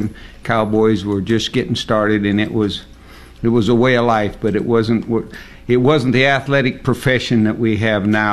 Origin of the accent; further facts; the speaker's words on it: Red Lodge, Montana, United States; strangely enough, I came from a coal mining town. And ever since I was a little kid, I wanted to ride broncs. I was raised in Red Lodge, Montana, with the Linderman family and the Greenos